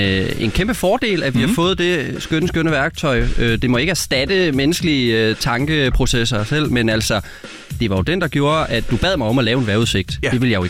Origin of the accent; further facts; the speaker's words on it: Viborg, Central Denmark Region, Denmark; born there; moved away as an adult; now in Copenhagen, Denmark; I 26 i år har jeg boet 10 år i København, og 10 år i, og så før det 10 år i Viborg.